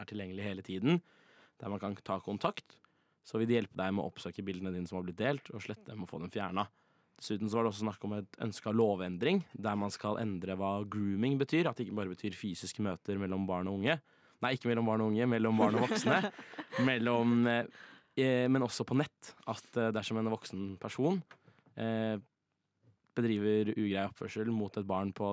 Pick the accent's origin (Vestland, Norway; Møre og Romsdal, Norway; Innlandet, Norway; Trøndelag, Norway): Trøndelag, Norway; Jeg kommer fra Trøndelag